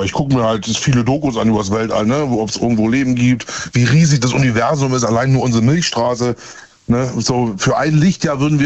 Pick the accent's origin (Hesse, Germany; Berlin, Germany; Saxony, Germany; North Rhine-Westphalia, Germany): Saxony, Germany; Görlitz; now in Hamburg, Germany; Aber wenn ich in Görlitz sowieso bin in meiner Heimat, dann bin ich im Sommer immer 2 Wochen.